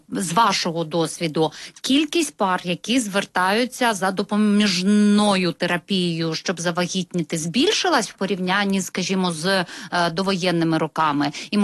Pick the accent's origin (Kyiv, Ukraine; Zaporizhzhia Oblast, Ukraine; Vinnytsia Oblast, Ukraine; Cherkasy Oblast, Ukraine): Kyiv, Ukraine; ми, кияни, переживаємо там 4 цих роки, уже 5-й